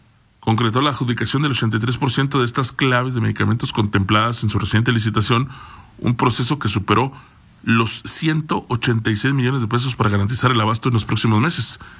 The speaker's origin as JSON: {"language": "Spanish", "town": "Meoqui", "region": "Chihuahua", "country": "Mexico", "also_born_or_lived": "Delicias", "lives_now": "Chihuahua, Mexico", "said": "Así que, pues sí, nací en Delicias, soy de Meoqui, pero ahora soy de Chihuahua capital."}